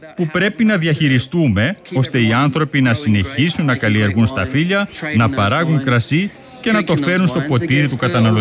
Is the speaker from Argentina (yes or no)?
no; Australia; now in Greece; παρότι πολλοί δεν γνωρίζουν ακόμα ότι είμαι Αυστραλός. Χρειάζεται να δείξω πιο καθαρά τις ρίζες μου.